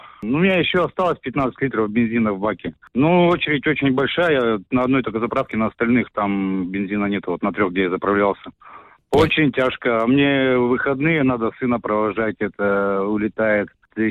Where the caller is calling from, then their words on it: Kamensk-Uralsky, Sverdlovsk Oblast, Russia; с Каменск-Уральского.